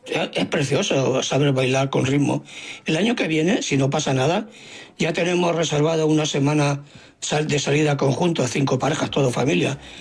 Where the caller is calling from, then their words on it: Barcelona, Catalonia, Spain; Hola, fareros … de Barcelona.